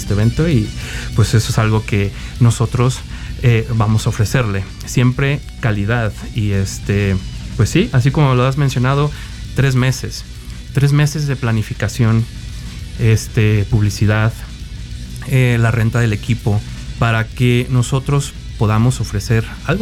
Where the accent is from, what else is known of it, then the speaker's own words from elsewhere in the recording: Mexico; lo que tenemos como sociedad mexicana